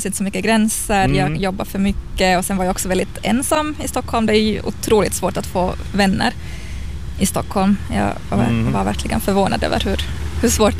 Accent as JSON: {"language": "Swedish", "town": "Maxmo", "region": "Ostrobothnia", "country": "Finland", "tie": "born or raised there", "also_born_or_lived": "Turku", "moved": "as an adult", "said": "Ja, jag kommer från Maxmo-kärren. Men det är nog jättelänge sedan jag har bott där. Jag flyttade hemifrån som 18-åring till Åbo"}